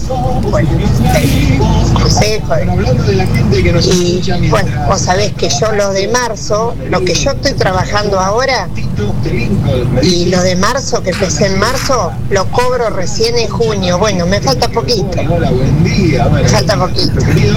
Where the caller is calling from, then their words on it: Buenos Aires Province, Argentina; soy de Pastel.